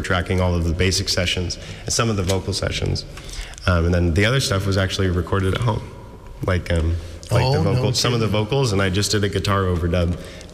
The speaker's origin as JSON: {"language": "English", "town": "Wapakoneta", "region": "Ohio", "country": "United States", "tie": "born or raised there", "said": "But I grew up in Wapakoneta, home of Neil Armstrong. Grew up doing like dance classes and show choir and musical theater stuff and going to bluegrass festivals every summer."}